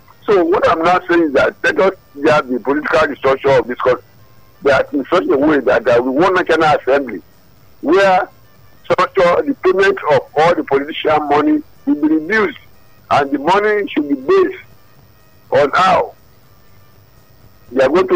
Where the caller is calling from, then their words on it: Ota, Ogun, Nigeria; I'm calling from Ota.